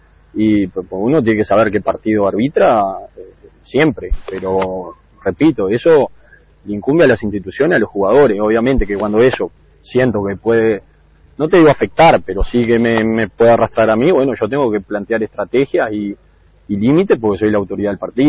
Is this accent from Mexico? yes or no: no; Uruguay; uno es uruguayo, está aquí.